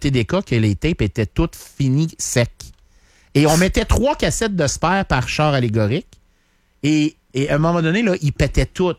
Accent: Canada; moi, je suis un Canadien français.

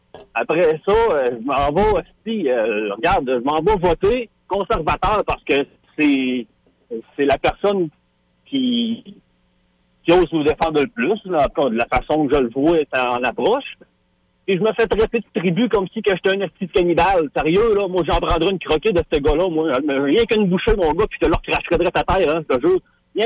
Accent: Saguenay, Quebec, Canada; also born or lived in Loretteville / Beauce; je suis né à Québec. Je suis né à Loretteville. J'ai grandi au Saguenay. J'ai grandi dans Beauce.

